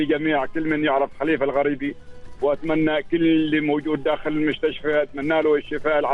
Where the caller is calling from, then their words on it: Ibri, Ad Dhahirah, Oman; أكلمك حاليا من ولاية عبري.